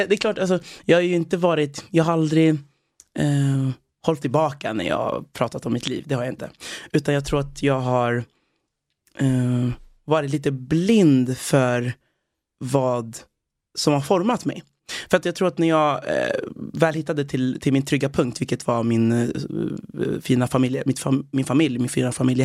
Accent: DR Congo; now in Sweden; Ja, i Kongo. Så vi flydde från Kongo till Uganda, som är grannlandet. Och hon tog hand om 8 andra barn. Och då, som sen blev mina syskon, kan man säga. Och tillsammans så kom vi alltså till Sverige.

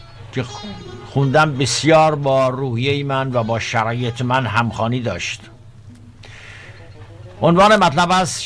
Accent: Lahijan, Gilan, Iran; born there; also born or lived in Tabriz / Shiraz / Buenos Aires / San Francisco; در لاهیجان به دنیا آمدم، در تبریز درس خواندم، در ارومیه و مراغه سربازی رفتم، در شیراز زن گرفتم، در رشت و تبریز و شیراز و سمنان کار کردم

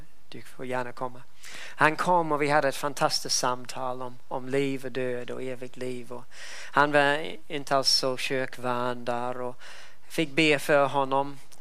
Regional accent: New Zealand; sen nämnde hon mitt hemland Nya Zeeland, och det var en diskussion om dödshjälp

